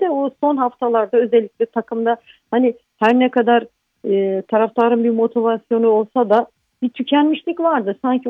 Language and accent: Turkish; Black Sea Region, Turkey; Hani bizim taraftarımız kızdığı zaman biliyorsunuz Karadenizliyiz.